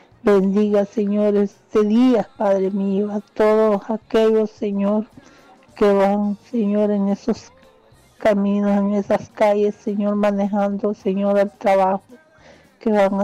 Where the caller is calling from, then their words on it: Honduras; de Agua Blanca